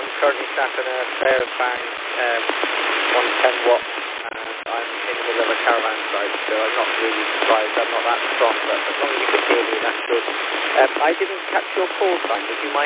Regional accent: Newport, Wales, United Kingdom; I'm actually from Newport in South Wales, but I'm over in Tenbury, which is still in South Wales.

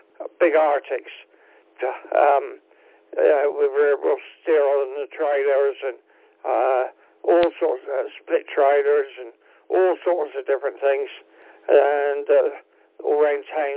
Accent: Southampton, South East England, United Kingdom; moved away as an adult; I was brought up in Southampton.

